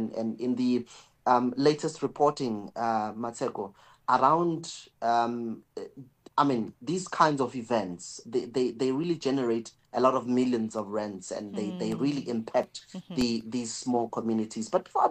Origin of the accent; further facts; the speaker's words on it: Bushbuckridge, Mpumalanga, South Africa; I'm from Bushbuckridge in Mpumalanga. We've got a small dorpie called Graskop, and there's places called God's Window. There's places called Three Rondables. There, the beautiful mountains. Gorgeous. I'm from a beautiful province.